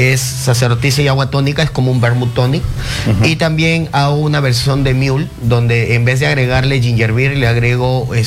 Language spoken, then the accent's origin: Spanish; Pacasmayo, La Libertad, Peru; now in Trujillo, Peru; Yo soy de Pacasmayo, pero ya vivo bastante tiempo en Trujillo